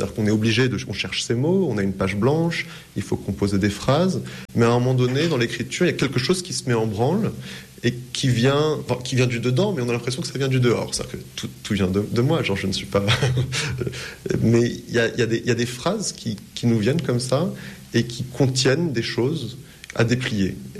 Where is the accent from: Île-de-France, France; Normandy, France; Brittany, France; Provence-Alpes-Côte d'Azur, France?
Île-de-France, France; Paris; born there; moved away as an adult; also born or lived in United States; Donc moi, je suis français, parisien. Je suis né à Paris. J'ai fait des études de lettres à Paris.